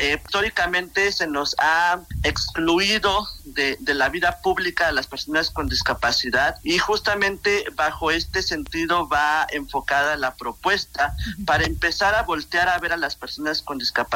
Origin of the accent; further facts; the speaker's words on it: Oaxaca, Mexico; nos llena de orgullo como oaxaqueños